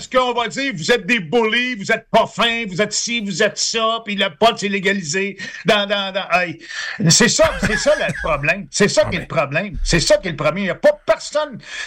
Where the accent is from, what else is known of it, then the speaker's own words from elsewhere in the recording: Saint-Bruno, Quebec, Canada; Il est dans la cave chez nous à Saint-Bruno, puis en rentrant, moi, je fume du pot en bas.